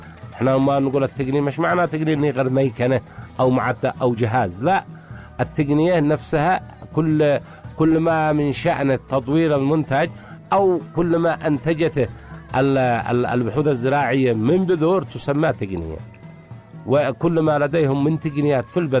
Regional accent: Tihama, Yemen

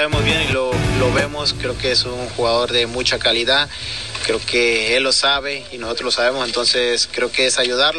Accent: Mexico; realmente somos muy pocos mexicanos con ese gran nivel

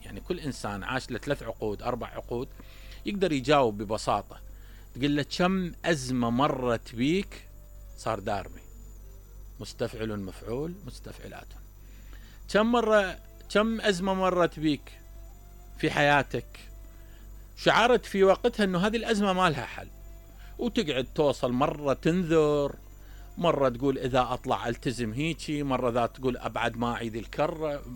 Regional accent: Iraq; احنا كعراقيين عشناها مثلا، العالم كله عاشة، بس انا رحت للمثال الأقرب

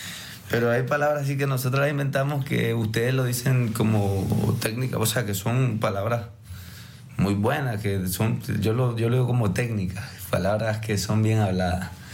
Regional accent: Nicaragua

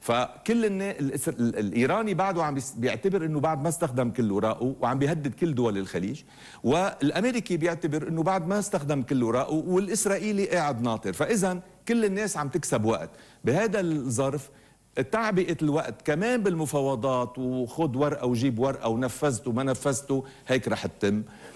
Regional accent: Lebanon; كلنا كلبنانيين

